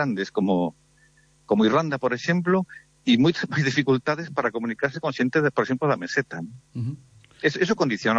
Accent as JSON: {"language": "Galician", "region": "Galicia", "country": "Spain", "said": "Temos que decir que, os galegos non somos celtas."}